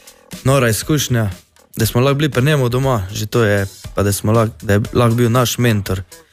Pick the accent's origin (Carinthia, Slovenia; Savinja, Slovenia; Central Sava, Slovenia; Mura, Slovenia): Carinthia, Slovenia; Mislinja; glih jutri imamo eno veselico v mojem domačem kraju, Mislinja.